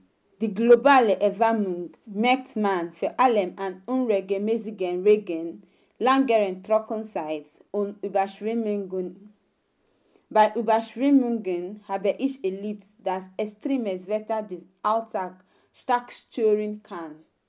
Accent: Nigeria; German is a second language; now in Germany; ich komme aus Nigeria. Seit 2 Jahren wohne ich in Deutschland.

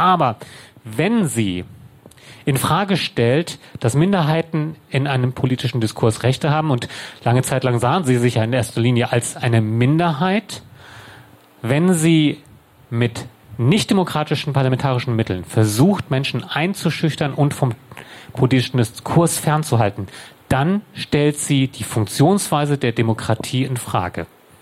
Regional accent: South Korea; now in Germany; Ich bin Deutscher. Ich war mal Koreaner. Ich bin deutscher Staatsbürger. Keine Doppelstaatsbürgerschaft gibt's.

